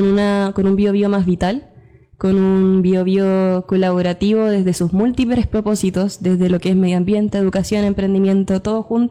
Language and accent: Spanish; Concepción, Biobío, Chile; also born or lived in Los Ángeles; yo que nací en Los Ángeles, criada acá en Concepción.